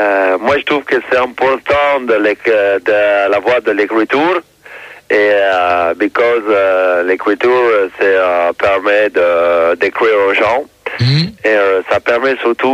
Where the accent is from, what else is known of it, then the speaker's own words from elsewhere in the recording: London, United Kingdom; French is a second language; Yeah, alors, je parle un peu français, je suis de Londres